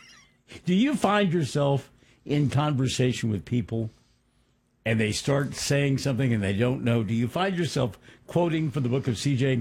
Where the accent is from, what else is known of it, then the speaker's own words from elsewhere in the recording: Missouri, United States; I'm from Missouri.